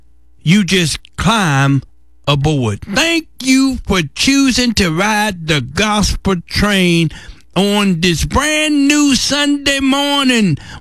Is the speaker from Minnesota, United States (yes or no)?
no; Gilliam, West Virginia, United States; now in Upland, United States; I was born on July the 4th, 1957, and all during my childhood and my youth years, I could hear the train horn and the train whistle coming through Algoma, Rolfe, Gillum Bottom, and my hometown of Gillum, West Virginia, right here in McDowell County.